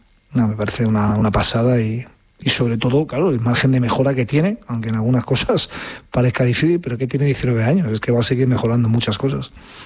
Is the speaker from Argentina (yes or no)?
no; Madrid, Community of Madrid, Spain; Yo soy de Aluche, porque me he criado en mi barrio, que estoy muy orgulloso.